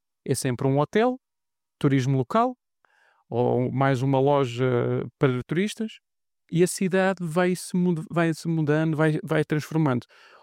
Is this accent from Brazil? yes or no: no; Lisbon, Portugal; Primeiro, eu nasci em Lisboa, eu vivo em Lisboa, é a minha cidade.